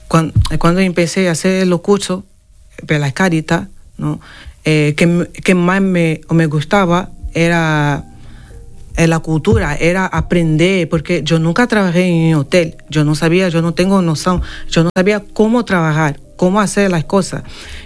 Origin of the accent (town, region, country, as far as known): Angola; now in Spain